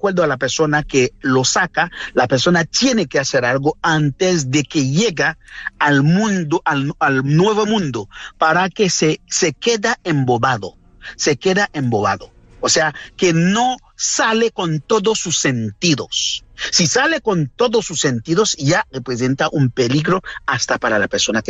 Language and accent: Spanish; Tortuga Island, Nord-Ouest, Haiti; moved away; En la isla Tortuga